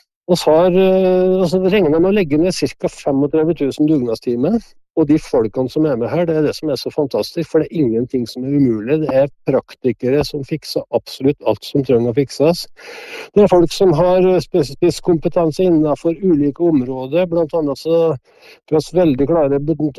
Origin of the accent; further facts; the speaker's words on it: Innlandet, Norway; I heimkommunen min, og jeg synes at dette arrangementet her utrolig viktig for både Lesjabygde, for Dovrebygde og for hele regionen.